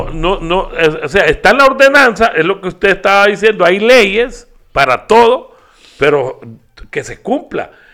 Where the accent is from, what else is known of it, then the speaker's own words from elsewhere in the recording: Tegucigalpa, Francisco Morazán, Honduras; el centro histórico de Tegucigalpa, en los años que fuimos niños, ahí vivían solo familias